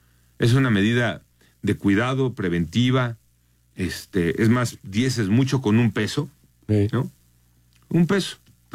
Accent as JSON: {"language": "Spanish", "town": "Naucalpan", "region": "State of Mexico", "country": "Mexico", "said": "de Naucalpan, ahí en mi tierra."}